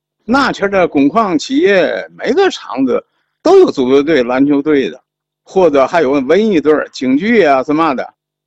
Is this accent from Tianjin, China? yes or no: yes; Hebei District, Tianjin, China; born or raised there